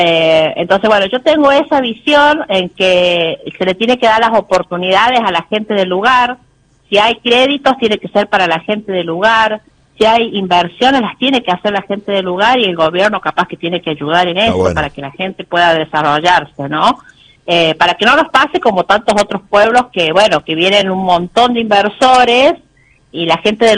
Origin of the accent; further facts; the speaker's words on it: La Carolina, San Luis, Argentina; Yo soy de acá de Carolina, yo vivo en Carolina, trabajo en Carolina, mis hijos viven acá